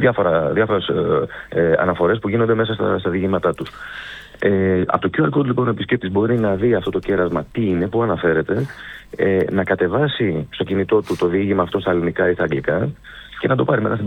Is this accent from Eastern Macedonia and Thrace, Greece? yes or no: no; Skiathos, Thessaly, Greece; το οποίο εγώ προσωπικά το πιστεύω πάρα πολύ για τον τόπο μου.